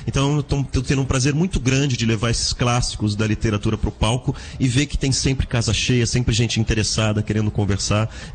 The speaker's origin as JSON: {"language": "Portuguese", "region": "São Paulo", "country": "Brazil", "said": "Eu adoro fazer teatro aqui em São Paulo, eu sou de São Paulo, eu moro no centro de São Paulo, ali no Copan."}